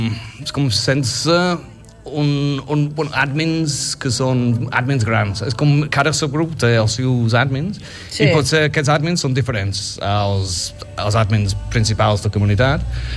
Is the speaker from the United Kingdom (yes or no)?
yes; Birmingham, West Midlands, United Kingdom; now in Girona, Spain; jo soc de Birmingham.